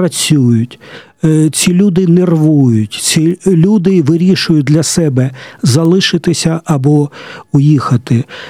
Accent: Zaporizhzhia, Zaporizhzhia Oblast, Ukraine; моє рідне Запоріжжя

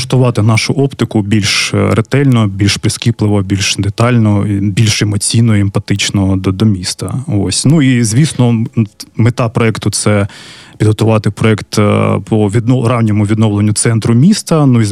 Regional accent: Kharkiv, Kharkiv Oblast, Ukraine; Тому я харків'янин, більша частина команди теж з Харкова, всі ми дуже любимо своє місто

